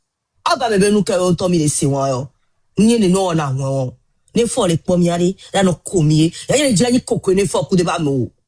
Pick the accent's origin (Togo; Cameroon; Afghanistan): Togo; now in France; moi, je suis togolaise et fière de l'être. J'ai beau avoir la nationalité française, je suis fière d'être togolaise.